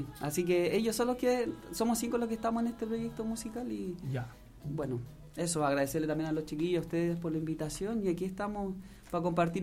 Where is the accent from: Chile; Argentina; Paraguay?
Chile; Rauco, Maule; Y esta cueca va para mi pueblo, pues. Para Rauco, querido.